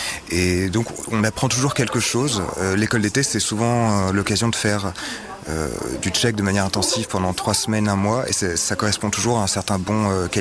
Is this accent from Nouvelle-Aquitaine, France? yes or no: yes; Bordeaux, Nouvelle-Aquitaine, France; je suis historien du droit, je viens de Bordeaux et depuis maintenant plus de 7 ans, j'apprends le tchèque.